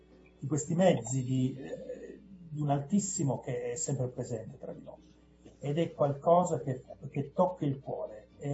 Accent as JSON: {"language": "Italian", "region": "Calabria", "country": "Italy", "lives_now": "Perugia, Italy", "said": "Io per anni ho vissuto un San Francesco di Paola, perché sono calabrese come lo siete voi. Adesso da qualche anno sono in Umbria, a Perugia"}